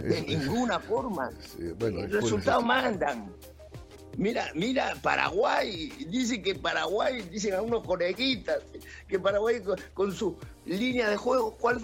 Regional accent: Peru; siendo peruano

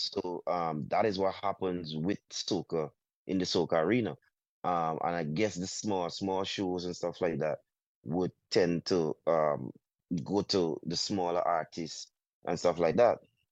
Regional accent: Guyana; I'm from Guyana

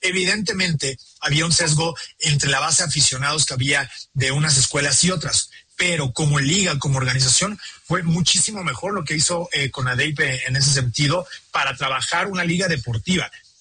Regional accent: Mexico; Por ejemplo, nos invitan de Guadalajara, yo soy de México, no vamos a poder ir

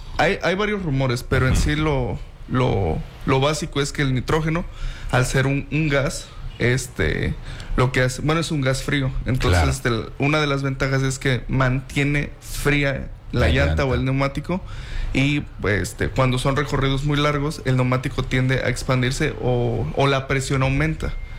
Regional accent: Orizaba, Veracruz, Mexico; no soy de aquí. Soy de Orizaba, Veracruz.

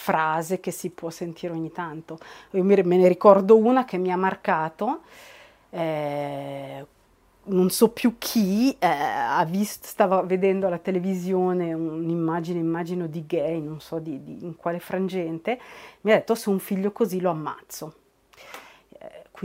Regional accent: Cavergno, Ticino, Switzerland; also born or lived in Mendrisio; io sono nata a Cavernio negli anni 70

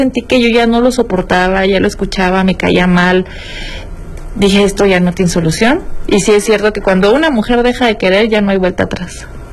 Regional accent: Zinapécuaro, Michoacán, Mexico; Sinapecuaro, Michoacán.

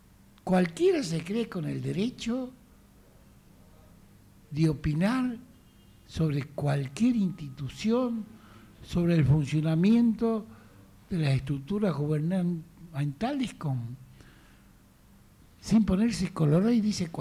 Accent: Argentina; nuestro pueblo, el pueblo argentino

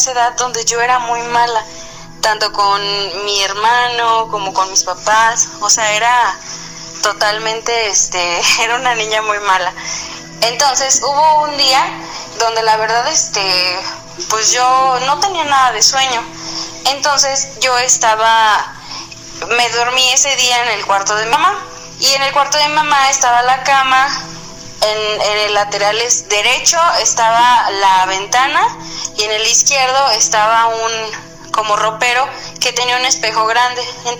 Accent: Querétaro, Mexico; soy del estado de Querétaro.

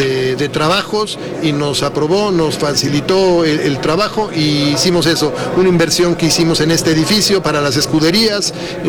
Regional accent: Mexico; Yo creo que hay una conversación que deberíamos de tener nosotros como mexicanos para seguir trayendo otras categorías.

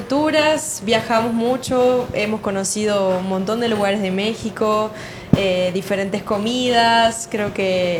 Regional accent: Argentina; soy de Argentina.

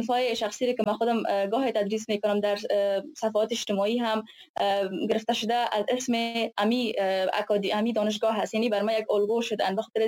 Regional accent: Afghanistan; من خودم مثلا جوان امروزی، جوان هستم در افغانستان بزرگ شدم

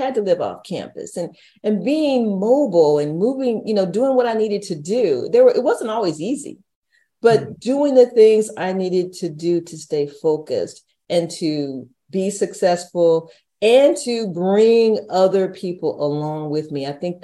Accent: San Antonio, Texas, United States; born or raised there

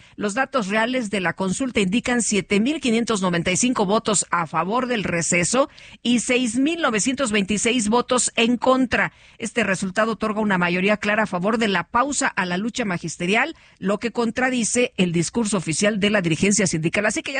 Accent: Altamira, Tamaulipas, Mexico; soy de Altamira, Tamaulipas.

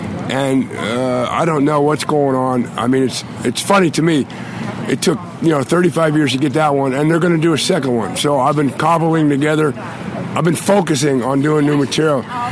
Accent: Wheeling, West Virginia, United States; I'm from Wheeling, West Virginia. And I went home for the first time in 27 years last summer

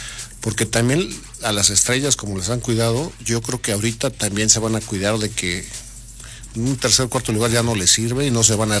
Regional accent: Mexico; es una gran diferencia para los mexicanos que nosotros perdimos

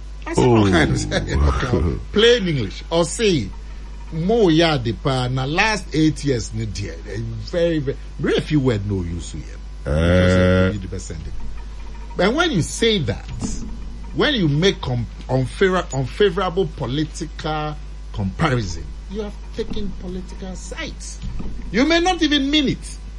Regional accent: Ghana; As a Ghanaian, whether chief justice or radio presenter, you can comment on national issues.

